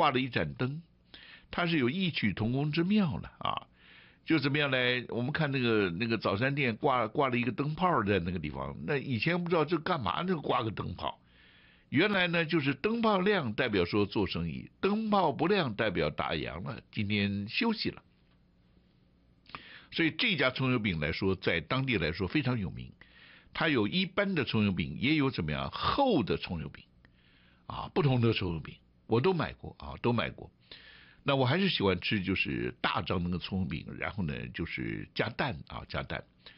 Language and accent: Chinese; Taipei, Taiwan; born there